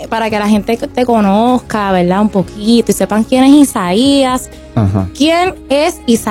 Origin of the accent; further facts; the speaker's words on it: Puerto Rico; del área donde yo soy, del este de Puerto Rico.